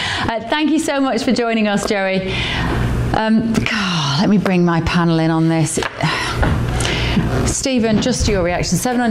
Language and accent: English; United Kingdom; we as British people